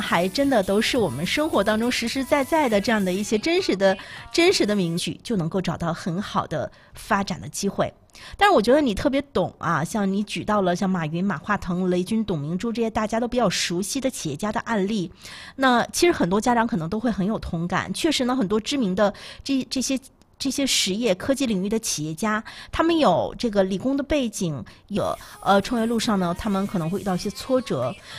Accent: Liaoning, China; 我们身为一个东北人，尤其是身为一个辽宁人

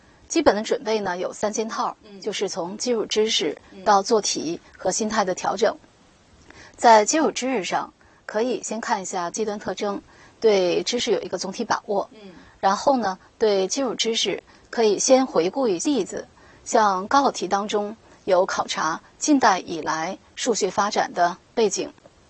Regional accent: China; 我们中国人

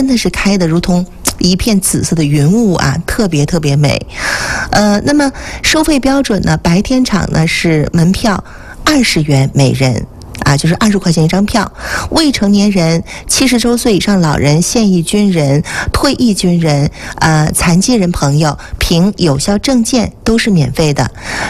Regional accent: Jinzhou, Liaoning, China; 以一个土生土长的锦州人的角度啊

